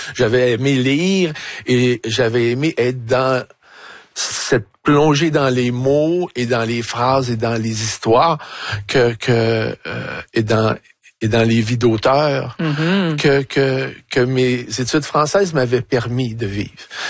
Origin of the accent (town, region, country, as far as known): Montreal, Quebec, Canada; born or raised there